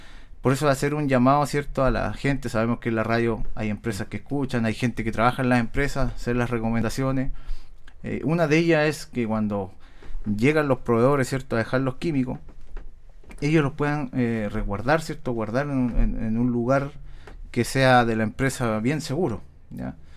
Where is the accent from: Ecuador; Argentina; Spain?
Spain; Canary Islands; ya a nosotros como canarios nos tiene que poner en alerta.